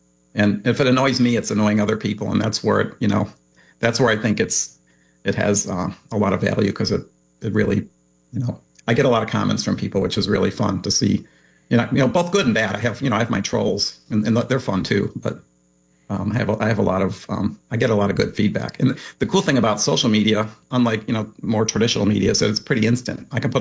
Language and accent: English; Buffalo, New York, United States; I'm from Western New York.